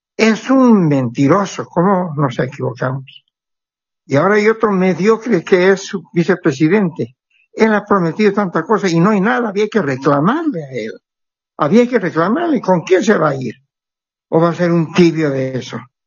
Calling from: Santa Cruz, Bolivia; Le hablo desde Santa Cruz de la Sierra, del barrio Villa Primero de Mayo, del departamento del Foco de la Derecha.

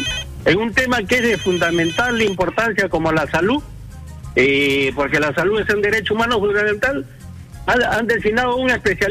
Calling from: Ica, Peru

